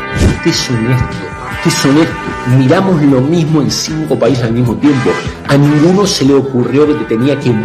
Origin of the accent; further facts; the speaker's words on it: Argentina; yo soy argentino e italiano.